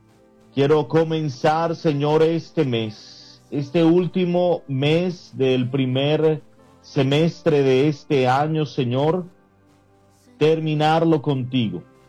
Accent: Colombia

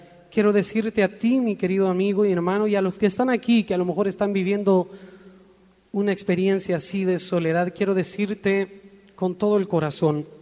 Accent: Chile; moved away as an adult; now in Mexico; Yo nací en Chile, le agradezco a mi país, a mi tierra el darme la vida, los amigos, la familia que me dio

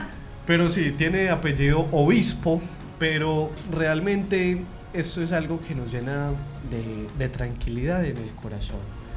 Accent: Colombia; eso es una costumbre asiática muy bonita que debemos de aprender nosotros como colombianos.

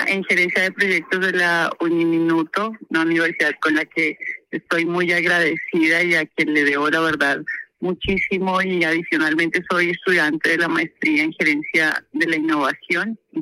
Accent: Pupiales, Nariño, Colombia; born there; yo soy una ciudadana del departamento de Nariño. Nací en Pupiales, Nariño, a 3.150 metros sobre el nivel del mar.

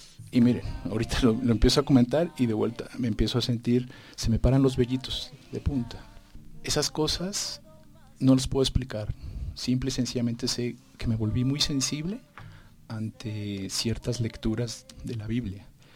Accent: Mexico; como ya lo saben, soy mexicano. Yo vengo de una familia muy tradicional, pero cuando digo tradicional es porque toda mi familia ha sido católica, porque mis papás son católicos, porque mis abuelos son católicos

